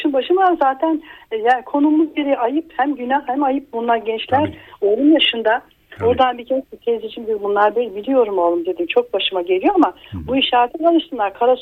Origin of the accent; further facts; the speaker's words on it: Hendek, Sakarya, Turkey; Hendek'e gidiyorum, ilçemiz oluyor Sakarya'danım.